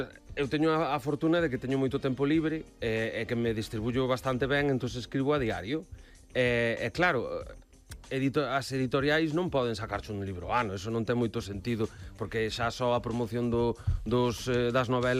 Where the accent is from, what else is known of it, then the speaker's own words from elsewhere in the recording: Vimianzo, Galicia, Spain; porque eu son de Vimianzo, entonces sí. Conozo a esa parroquia.